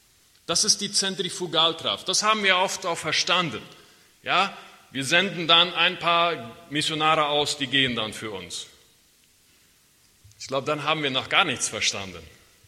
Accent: Chaco, Paraguay; Ich bin im Chaco aufgewachsen, in einem Dorf, in einem relativ kleinen Dorf.

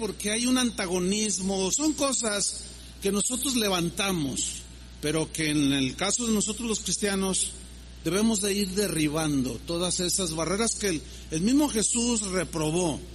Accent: Mexico; Los mexicanos tenemos una cultura

